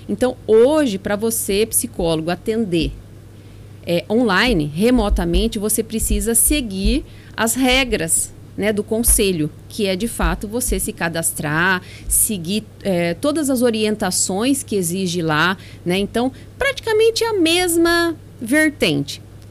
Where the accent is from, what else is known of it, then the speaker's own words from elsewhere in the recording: Jaboticabal, São Paulo, Brazil; also born or lived in Ribeirão Preto; eu nasci em Ribeirão Preto, né? Sou Ribeirão Pretana, né? Mas só nasci lá, vivo em Jaboticabal desde sempre. Minha família é toda de lá